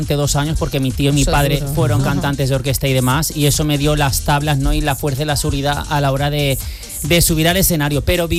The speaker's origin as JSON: {"language": "Spanish", "town": "Alzira", "region": "Valencian Community", "country": "Spain", "tie": "born or raised there", "said": "ese salón árabe que está en mi pueblo, en Alcira."}